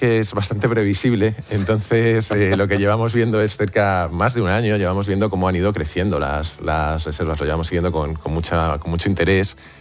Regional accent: Castilla-La Mancha, Spain; born or raised there

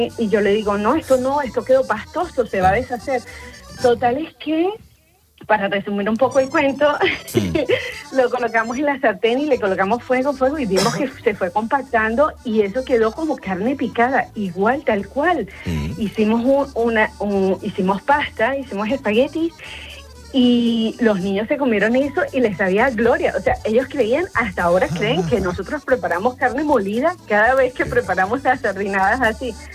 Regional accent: Nueva Esparta, Venezuela; Pues soy de Venezuela, vivíamos más o menos en la crisis del 2015 y habíamos ido a la playa porque vivíamos en Margarita.

